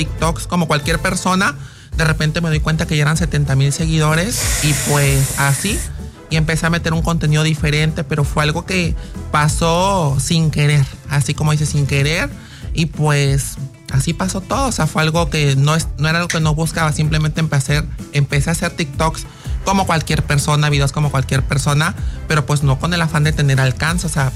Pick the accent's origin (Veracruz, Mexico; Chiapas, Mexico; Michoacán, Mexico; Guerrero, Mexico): Veracruz, Mexico; born there; en el lugar que yo nací, aquí en el puerto de Veracruz, y en donde yo nací